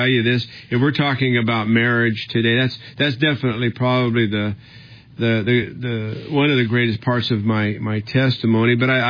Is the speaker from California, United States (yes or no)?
yes; Los Angeles, California, United States; We're coming from Los Angeles, both of us. He was born in Mexico City, but then he ended up in downtown Los Angeles. I was born in East Los Angeles.